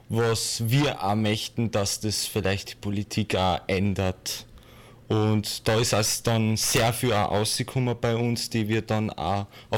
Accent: Mondsee, Upper Austria, Austria; Ich komme zum Beispiel aus Mondsee und ich müsste dann wieder extra dafür zahlen, dass ich dann zu mir heimkomme.

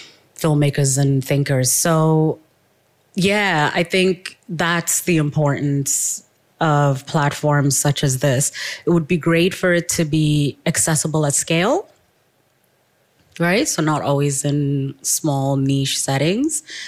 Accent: South Africa; Speaking as a South African who's living in South Africa as well

